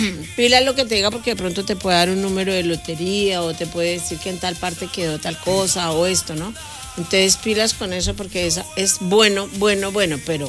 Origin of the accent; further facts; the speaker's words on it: Colombia; yo soy colombiana